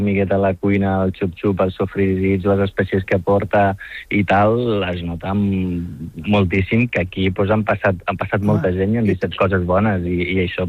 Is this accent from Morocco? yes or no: yes; Morocco; perquè jo vinc del nord del Marroc